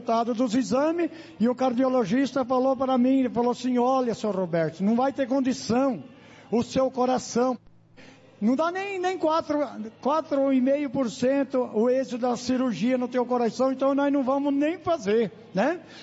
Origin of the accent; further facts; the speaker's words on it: Jundiaí, São Paulo, Brazil; Eu sou lá da cidade de Jundiaí.